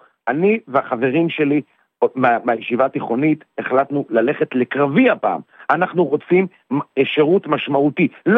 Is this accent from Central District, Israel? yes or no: yes; Central District, Israel; אני מהמרכז.